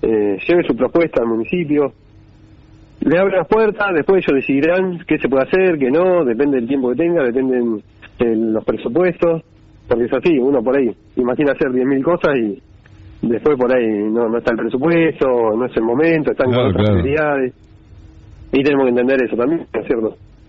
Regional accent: Argentina; como argentinos y como latinoamericanos

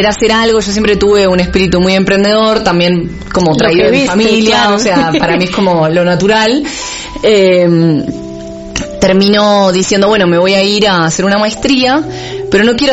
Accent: Buenos Aires, Argentina; moved away; yo soy argentina, tengo 32 años, fui nacida y criada, digamos, en Buenos Aires, por una familia de emprendedores.

